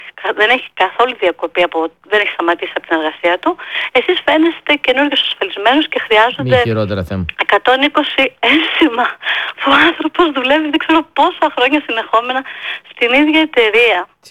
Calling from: Attica, Greece; από Αττική.

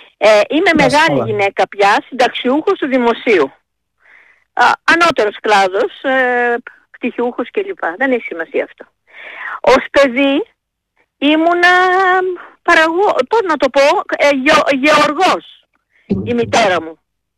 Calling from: Western Greece, Greece; Έτσι, είχαμε καπνά. Είχαμε σιτάρια, είχαμε διάφορα. Κατάγομαι από την Ετωλακαρνανία. Ξέρω τη μαύρη ζωή του αγρότη, μην νομίζετε.

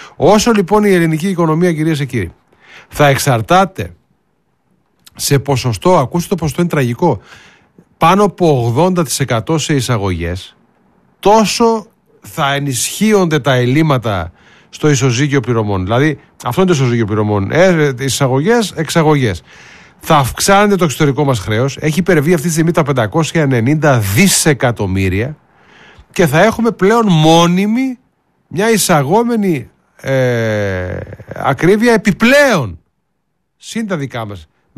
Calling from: Chalcis, Central Greece, Greece; από Χαλκίδα.

